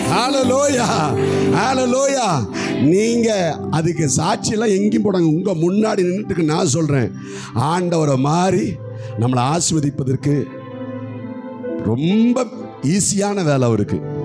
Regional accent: India; என்னுடைய சொந்த ஊர் கேரளா பக்கத்தில் இருக்குதான ஒரு சின்ன ஊர் கிராமம்

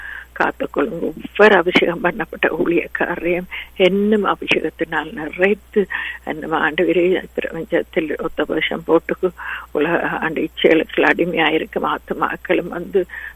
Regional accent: Sri Lanka; moved away; நாங்கள் பிறந்து வளர்ந்த சிறிய தீவாகிய அந்த இலங்கை தீவுக்காக

